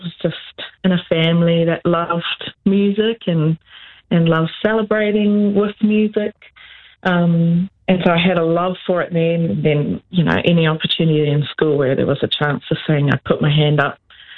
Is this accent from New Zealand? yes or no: yes; Hawke's Bay, New Zealand; Yeah, so I grew up in Hawke's Bay.